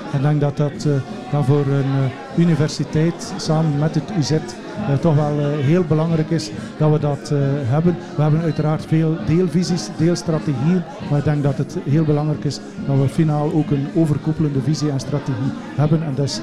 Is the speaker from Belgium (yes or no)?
yes; Flanders, Belgium; Ik doe dan bijvoorbeeld als West-Vlaming, zoals je ongetwijfeld al gehoord hebt.